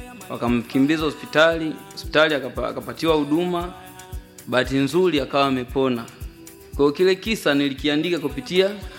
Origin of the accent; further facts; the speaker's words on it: Tabora, Tanzania; born there; also born or lived in Kigoma; Nimezaliwa mkoa wa Tabora.